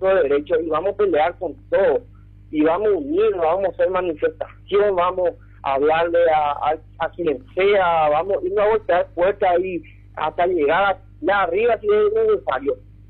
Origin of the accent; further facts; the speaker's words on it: Presidente Franco, Alto Paraná, Paraguay; nosotros somos parte de Franco, nosotros somos ciudadanos franqueños, somos gente de bien.